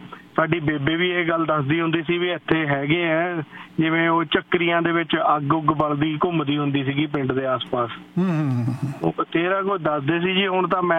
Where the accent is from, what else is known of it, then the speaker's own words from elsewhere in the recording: Punjab, India; ਮੈਂ ਭਾਜੀ ਮੇਰਾ ਪਿੰਡ ਰੋਪੜ ਨੇੜੇ ਹੈ।